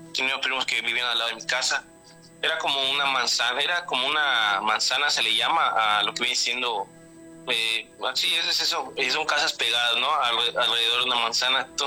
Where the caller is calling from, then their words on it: Mérida, Yucatán, Mexico; de Mérida, Yucatán.